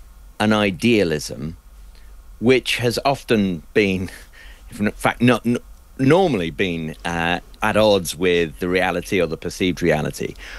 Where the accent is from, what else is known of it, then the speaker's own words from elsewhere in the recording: United Kingdom; we're both British talking about America